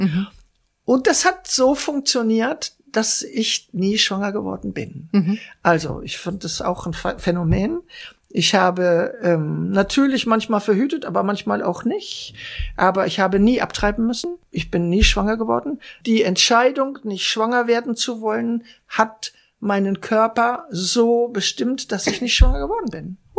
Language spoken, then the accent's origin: German; Germany; moved away; Eindeutig Europäerin, viele haben auch getickt, ich bin eine Deutsche